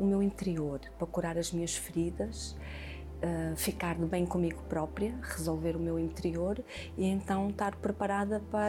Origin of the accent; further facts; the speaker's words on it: Porto, Norte, Portugal; now in Almada, Portugal; Às vezes eu vinha cá à Almada, porque eu sou do Porto.